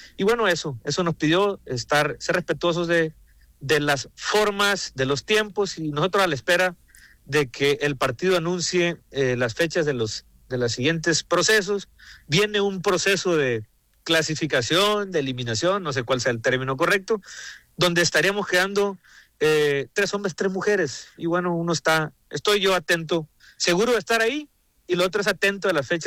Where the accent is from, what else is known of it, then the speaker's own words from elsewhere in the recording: La Reforma, Sinaloa, Mexico; o vas para la Reforma de donde yo soy